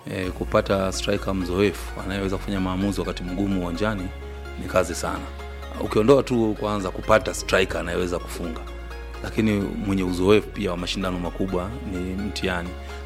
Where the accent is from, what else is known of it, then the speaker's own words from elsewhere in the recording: Tanzania; Mimi kwangu kwanza kama Mtanzania